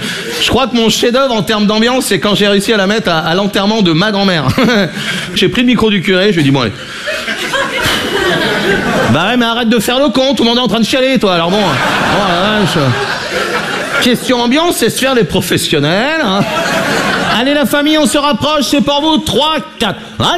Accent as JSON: {"language": "French", "region": "Brittany", "country": "France", "said": "je suis breton, j'ai 20 ans."}